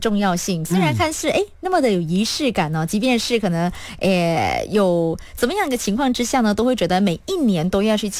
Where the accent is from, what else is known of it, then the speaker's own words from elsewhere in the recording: Malaysia; 我就是来自马来西亚